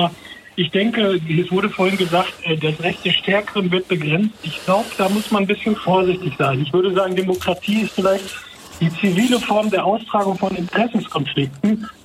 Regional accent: Gladbeck, North Rhine-Westphalia, Germany; Rats- und Kreisverbandsmitglied in meiner Heimatstadt Gladbeck.

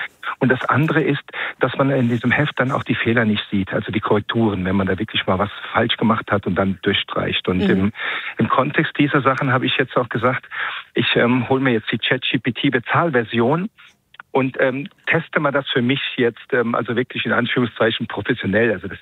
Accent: Rhineland-Palatinate, Germany; Ich komme aus Rheinland-Pfalz, sind bei Ihnen in NRW, nennt man es, POBI, Politikwissenschaften.

